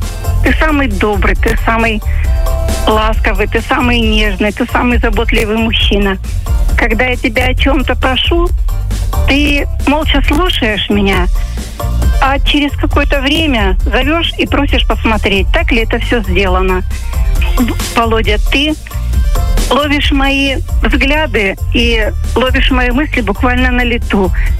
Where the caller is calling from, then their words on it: Maykop, Adygea, Russia